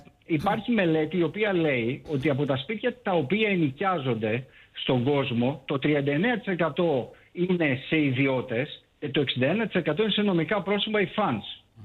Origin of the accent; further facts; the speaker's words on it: Greece; το έχουμε σαν Έλληνες να αργούμε να παίρνουμε τις αποφάσεις.